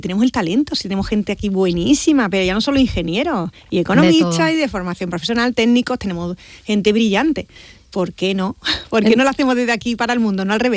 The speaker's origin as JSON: {"language": "Spanish", "region": "Andalusia", "country": "Spain", "said": "es que somos andaluces."}